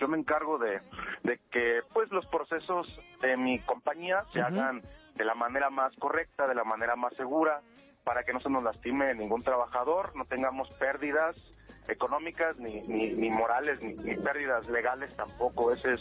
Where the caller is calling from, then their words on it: Texcoco, State of Mexico, Mexico; Yo estoy aquí en Texcoco, Estado de México.